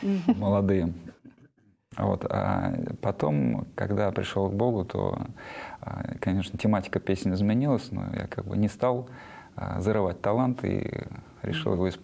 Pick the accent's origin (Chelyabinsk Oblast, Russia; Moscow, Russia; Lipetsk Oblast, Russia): Lipetsk Oblast, Russia; Lipetsk; Я родился в Липецке, там учился в школе сначала, потом поступил в институт, выучился на инженера-электрика.